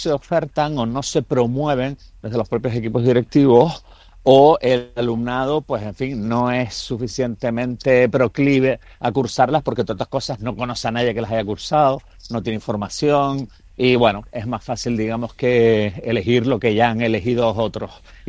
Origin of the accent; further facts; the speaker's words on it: Canary Islands, Spain; sabiendo lo que suele saber la gente a nivel general de contenidos canarios, de nuestro dialecto, de nuestra historia, de nuestro sistema político, económico, fiscal y demás